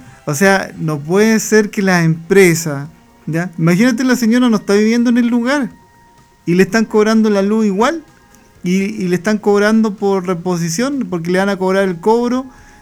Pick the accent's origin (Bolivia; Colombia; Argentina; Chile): Chile; Fresia, Los Lagos; yo fui de Fresia, yo siempre he sido de Fresia. Y yo siempre voy a decir que soy de Fresia.